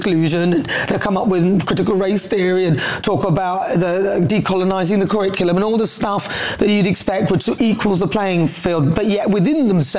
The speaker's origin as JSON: {"language": "English", "town": "Newcastle", "region": "North East England", "country": "United Kingdom", "tie": "born or raised there", "said": "I am a northern working class woman, by the way, just so you know. You know, I was born in Newcastle. I'm a Geordie."}